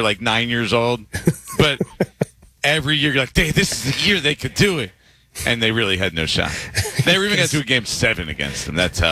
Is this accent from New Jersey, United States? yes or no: yes; New Jersey, United States; But I grew up in New Jersey. It didn't even matter. But all my friends were all Knicks fans.